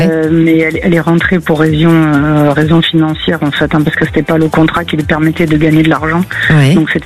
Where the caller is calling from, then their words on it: Bordeaux, Nouvelle-Aquitaine, France; De Bordeaux.